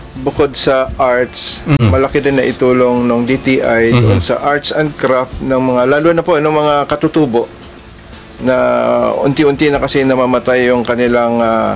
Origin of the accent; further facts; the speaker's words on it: Puerto Galera, Mimaropa, Philippines; Yung dati kasi yung grupo namin ay Puerto Galera Art Group, kasi taga Puerto Galera ako.